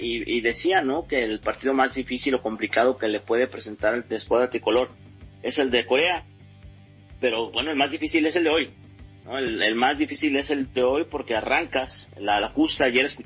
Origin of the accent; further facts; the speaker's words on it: Mexico; pero como mexicano deseo que hoy nuestro país logre sacar el triunfo